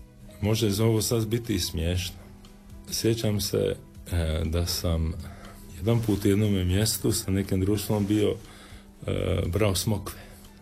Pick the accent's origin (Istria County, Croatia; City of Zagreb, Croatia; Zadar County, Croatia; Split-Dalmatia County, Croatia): Split-Dalmatia County, Croatia; Sinj; born there; Rođen sam u Sinju s prebivalištem u mjestu Karakašica, to je ovdje 3 km dalje.